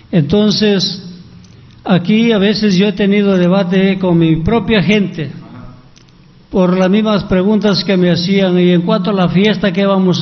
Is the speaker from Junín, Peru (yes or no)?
no; Celendín, Cajamarca, Peru; now in Naranjos Alto, Peru; luego naturalmente vengo de la provincia de Selendín, departamento de Cajamarca.